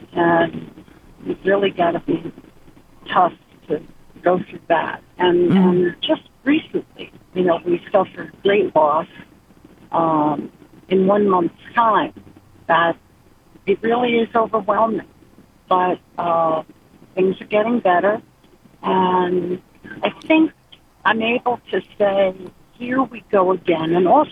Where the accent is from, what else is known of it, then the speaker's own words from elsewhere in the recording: New York, United States; We're really from Westchester County, New York, but it's a gorgeous area